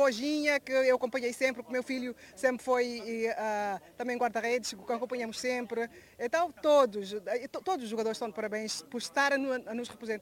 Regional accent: Cape Verde; moved away; Não, vim de Cabo Verde, por acaso.

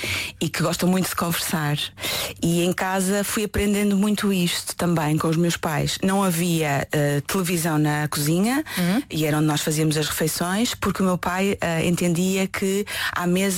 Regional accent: Northern Portugal, Portugal; Eu sou do Norte e gosto muito do Norte

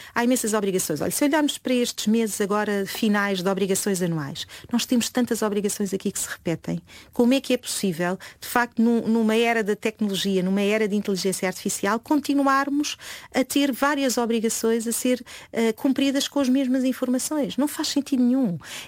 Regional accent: Portugal; enquanto portugueses

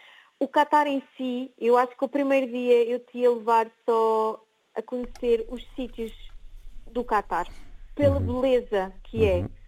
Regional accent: Portugal; now in Qatar; Eu sou portuguesa, nós somos portugueses, nós gostamos de comer bem.

